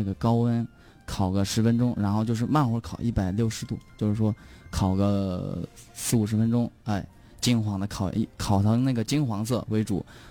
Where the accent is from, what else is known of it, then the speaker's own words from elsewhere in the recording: Northwest China, China; 咱们西北这边的蒙古族，或者说咱们草原这边人